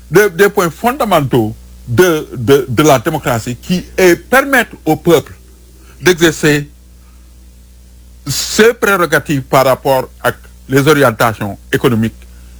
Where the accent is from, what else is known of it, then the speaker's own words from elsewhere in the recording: Senegal; Mais je suis un Sénégalais